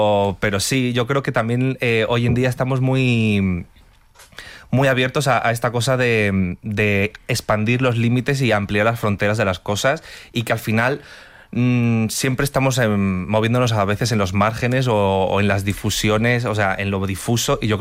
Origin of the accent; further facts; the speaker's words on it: Valladolid, Castile and León, Spain; moved away; also born or lived in Seville; me fui de mi tierra, que yo soy de Valladolid.